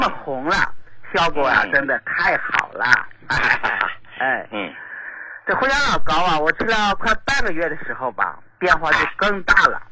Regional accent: Shanxi, China; 哎呀，您好，我是山西的。

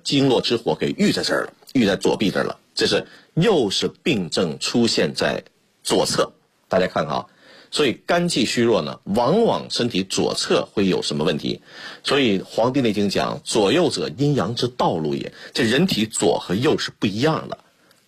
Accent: Shenyang, Liaoning, China; 也就是在我的老家沈阳。

